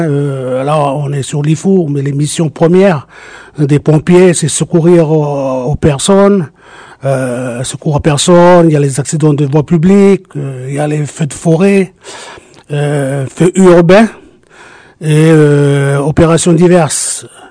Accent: Païta, South Province, New Caledonia; also born or lived in Yaté; Je viens de Païta. Après, j'étais à Iaté.

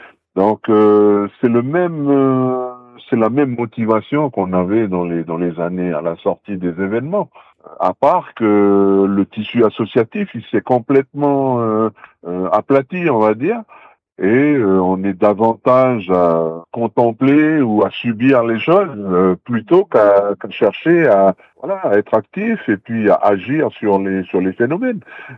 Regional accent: New Caledonia; on est originaire nous du quartier de River Star

